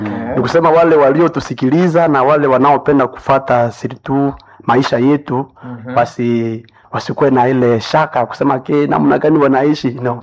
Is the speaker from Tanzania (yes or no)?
no; Kasindi, North Kivu, DR Congo; born there; Na nilikuwa na temwanyaji fulani sababu mie kwenye nilizaliwa iko Kasindi.